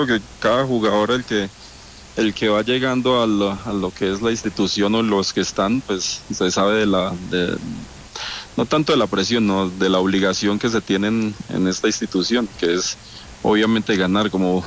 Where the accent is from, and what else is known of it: Colombia; now in Mexico